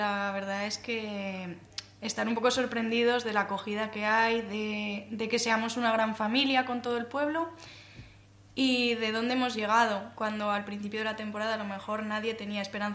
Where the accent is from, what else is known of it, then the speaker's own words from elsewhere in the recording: Calatayud, Aragon, Spain; porque yo, por ejemplo, que soy fuera de Aniñón, yo soy de Calatayud